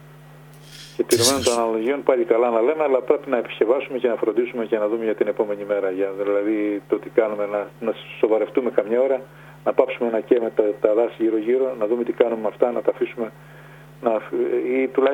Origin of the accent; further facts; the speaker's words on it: Greece; επειδή είμαστε μυαλοκομμένοι ως Έλληνες